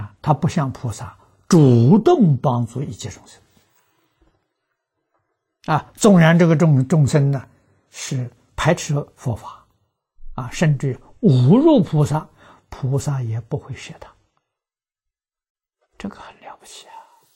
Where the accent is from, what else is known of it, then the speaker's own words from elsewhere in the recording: China; 我们中国人